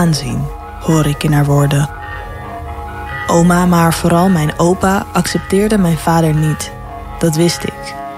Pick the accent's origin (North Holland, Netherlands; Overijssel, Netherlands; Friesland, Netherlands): North Holland, Netherlands; Amsterdam; born there; als opa en oma mij als klein meisje in Amsterdam kwamen opzoeken